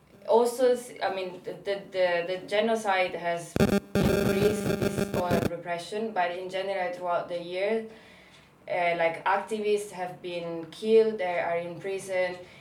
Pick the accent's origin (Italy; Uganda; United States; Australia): Italy; I'm an activist from Italy, and I've been with the International Solidarity Movement, or ISM, for a few years now.